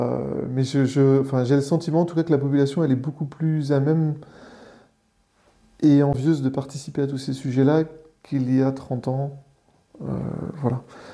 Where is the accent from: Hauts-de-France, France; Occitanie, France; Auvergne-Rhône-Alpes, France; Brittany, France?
Brittany, France; je suis originaire du Pays de Fougères.